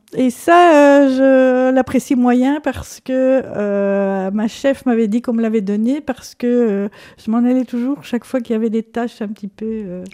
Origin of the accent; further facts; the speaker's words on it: Mons, Wallonia, Belgium; also born or lived in Borinage; Moi, je suis de la région mantoise. J'y suis née, j'y ai grandi et j'ai beaucoup vécu dans le Borinage